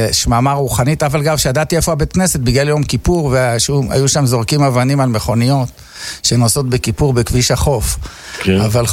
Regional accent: Herzliya, Tel Aviv District, Israel; אז אני נולדתי בעיר שנקראת הרצליה, בבית חולים מאיר בכפר סבא, כי בהרצליה לא היה בית חולים.

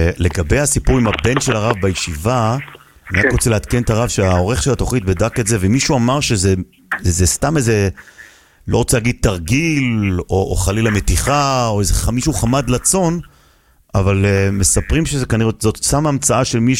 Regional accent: Jerusalem, Jerusalem District, Israel; אני גדלתי בית וגן.

